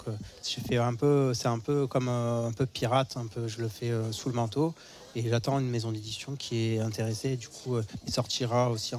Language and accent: French; Provence-Alpes-Côte d'Azur, France; also born or lived in Brussels; now in Lorient, France; j'ai grandi en Provence.